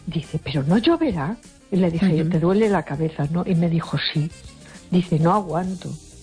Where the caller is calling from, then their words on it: A Coruña, Galicia, Spain; de Coruña.